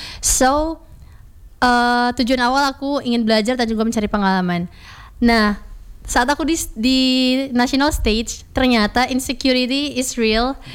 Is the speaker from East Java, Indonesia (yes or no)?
no; Ende, East Nusa Tenggara, Indonesia; born there; now in Jakarta, Indonesia; aku asli dari ND Flores, Nusa Tenggara Timur.